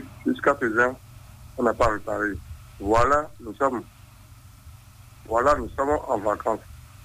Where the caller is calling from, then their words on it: Porto-Novo, Ouémé, Benin; J'appelle de Port-Nouveau, commune d'Agara, arrondissement, ma rue, Cartier-Gerrier.